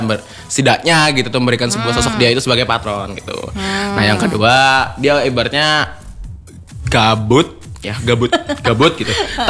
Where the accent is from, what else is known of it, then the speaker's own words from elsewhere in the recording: Klangenan, West Java, Indonesia; kita orang Klangenan.